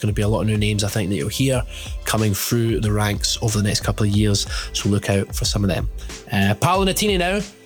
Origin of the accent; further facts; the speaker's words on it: Scotland, United Kingdom; I am also Scottish-Italian, although I look more Scottish than Italian